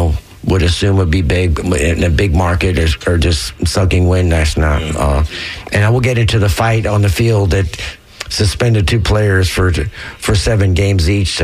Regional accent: Tampa, Florida, United States; Well, growing up in Tampa, we had none of that.

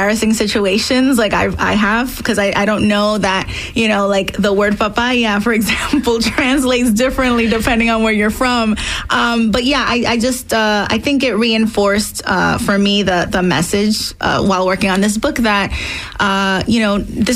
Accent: Brooklyn, New York, United States; born there; Well, I was born in Brooklyn, New York, in a very Dominican neighborhood in the 90s

